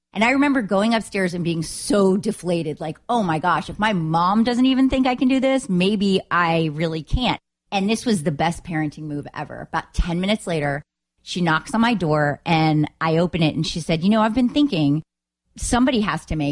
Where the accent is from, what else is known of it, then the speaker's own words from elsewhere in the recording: Pittsburgh, Pennsylvania, United States; I grew up actually in Pittsburgh. When I was really young, we moved from state to state because my dad, his job had taken us all over the country.